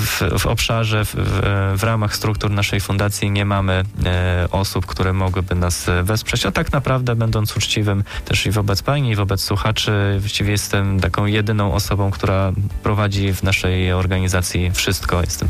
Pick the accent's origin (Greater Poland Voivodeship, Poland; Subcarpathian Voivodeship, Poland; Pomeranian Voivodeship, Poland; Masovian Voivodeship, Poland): Pomeranian Voivodeship, Poland; Gdańsk; u nas w Gdańsku